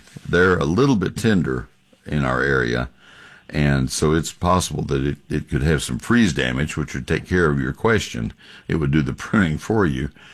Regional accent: College Station, Texas, United States; I grew up in College Station.

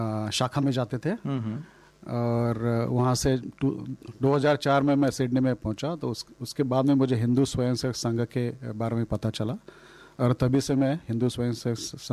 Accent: Mumbai, Maharashtra, India; moved away as an adult; now in Sydney, Australia; और मैं मूलतः सचिन तेंदुलकर के जगह से आता हूं जो मुंबई महाराष्ट्र है।

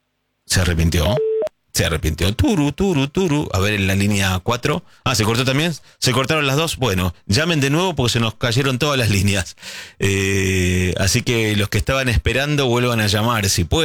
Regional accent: Argentina; Solidarios, mira, coincide ya con otros oyentes esta palabra que nos identifica como argentinos.

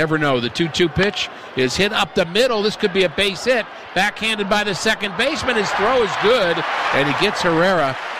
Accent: New York, United States; I had a family I was friends with as a young kid growing up in New York

